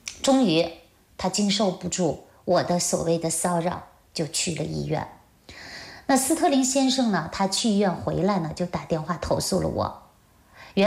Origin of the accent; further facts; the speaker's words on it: China; 因为他听说我是中国人，他对我们中国的中医推拿正骨啊非常认同。